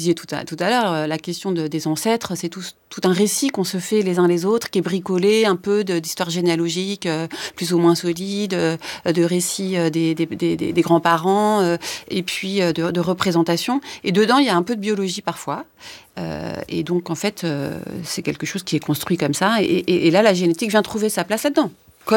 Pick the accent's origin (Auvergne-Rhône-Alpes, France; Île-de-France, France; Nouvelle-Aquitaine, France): Île-de-France, France; Paris; born there; Donc moi, je suis née à Paris, donc je vais être étiquetée parisienne, alors que j'ai une partie de ma famille qui est russe, une autre partie qui est du nord de la France.